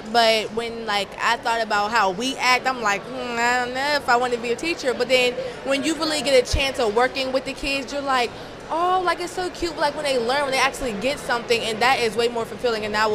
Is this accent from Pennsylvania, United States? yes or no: yes; Pittsburgh, Pennsylvania, United States; I'm from Allegheny County, Pittsburgh, Pennsylvania, and I work for NLA Reading Warriors.